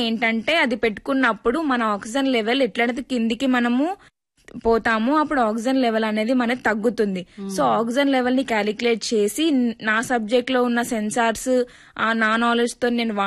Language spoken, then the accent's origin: Telugu; Adilabad, Telangana, India; మాది ఆదిలాబాద్.